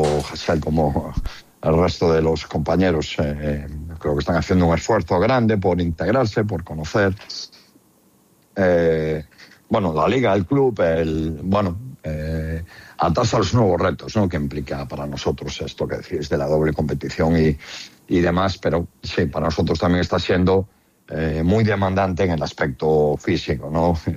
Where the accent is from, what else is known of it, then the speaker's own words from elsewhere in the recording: Galicia, Spain; En la tierra, pues es un orgullo como entrenador gallego que soy.